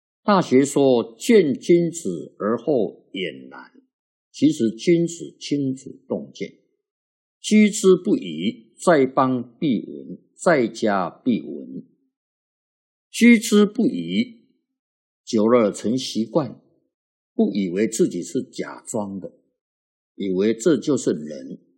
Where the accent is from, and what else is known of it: China